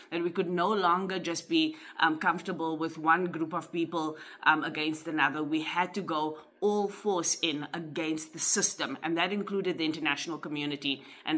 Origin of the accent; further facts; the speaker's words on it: South Africa; as South African people and African people in general, people the world over at this point, we are starting to lose faith in our ability to dismantle and attack systems.